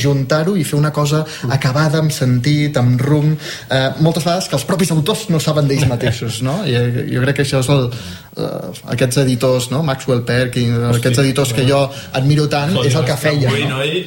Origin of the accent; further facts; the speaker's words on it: Andorra; he fet aquí a Andorra, perquè jo sóc d'Andorra